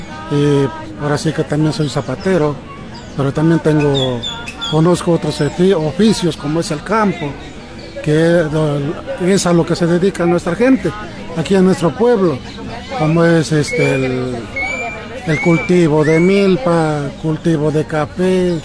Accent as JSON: {"language": "Spanish", "town": "San Bartolo Tutotepec", "region": "Hidalgo", "country": "Mexico", "tie": "born there", "also_born_or_lived": "San Jerónimo, Hidalgo", "said": "nací en San Jerónimo Hidalgo en 1964, el 14 de enero. Pero de muy chico me vine de mi tierra por cosas, pues ahora sí que para buscar mejores oportunidades. Llegué aquí a San Bartolo y desde entonces me encuentro aquí. Me fui algunos días de nuestro pueblo por las necesidades como de cada quien. Pero más tarde regresé"}